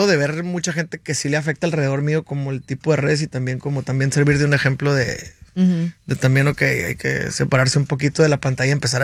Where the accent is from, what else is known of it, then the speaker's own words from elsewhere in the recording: Hermosillo, Sonora, Mexico; soy de Sonora, estamos bien impuestos a la crítica